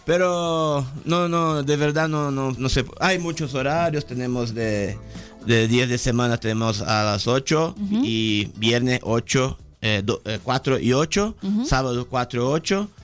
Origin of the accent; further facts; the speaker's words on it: Brazil; first language Portuguese; Spanish is a second language; now in Mexico; Ya, seis años ya acá en México con Tiani.